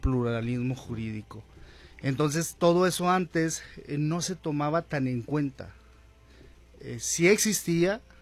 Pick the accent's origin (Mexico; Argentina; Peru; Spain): Mexico; nosotros como pueblo mexicano